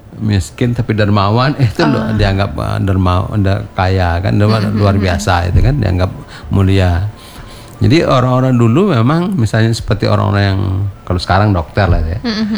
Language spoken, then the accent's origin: Indonesian; Peranap District, Batu Rijal, Riau, Indonesia; di kampung saya itu di kawasan Tiga Lorong, Kecamatan Peranap itu di Batu Rijal